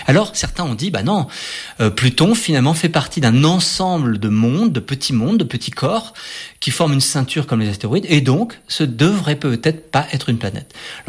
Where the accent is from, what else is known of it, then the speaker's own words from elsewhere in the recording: France; en tant que Français